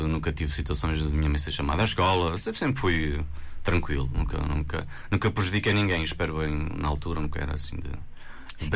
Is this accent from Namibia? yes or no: no; Lajes do Pico, Azores, Portugal; now in Santa Maria Island, Azores, Portugal; não cresci no Conselho das Lajes, mas não nas próprias Lajes. Cresci na freguesia São João, que fica um bocadinho mais distante das Lajes, mas pronto, pertence ao Conselho. E São João é uma freguesia muito pacata.